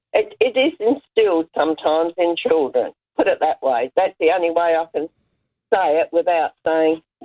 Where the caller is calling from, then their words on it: Birkenhead, South Australia, Australia; I'm ringing from South Australia, Birkenhead